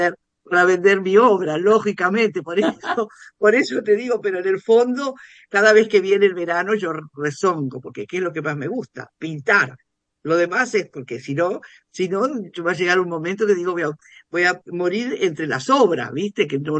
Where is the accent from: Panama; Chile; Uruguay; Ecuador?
Uruguay; fui seleccionada para las Olimpiadas Internacionales de Arte como única uruguaya